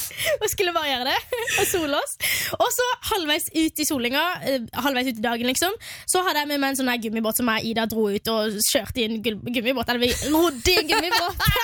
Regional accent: Søgne, Agder, Norway; jeg er jo fra Søgne, som er litt utenfor Kristiansand.

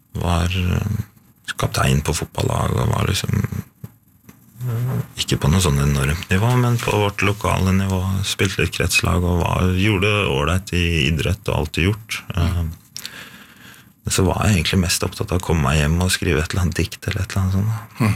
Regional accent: Skedsmokorset, Akershus, Norway; jeg er fra Skedsmokorset, men familien er fra Finnskogen, ja.

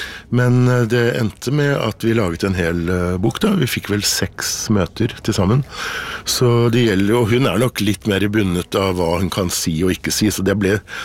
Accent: Innlandet, Norway; moved away; Ja, så jeg jo ikke fra Vestfold, jeg jo egentlig vokst opp på Hedemarken.

